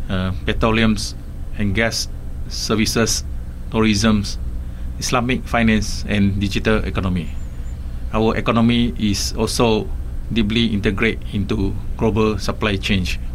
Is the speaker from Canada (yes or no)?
no; Malaysia; have different language, religions, traditions, and cuisine, but we share one national identity as Malaysian.